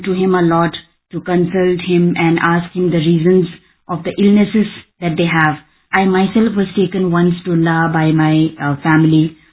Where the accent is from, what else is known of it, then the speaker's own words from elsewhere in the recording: Spiti Valley, Himachal Pradesh, India; English is a second language; I come from Spiti Valley. I am 25 years old.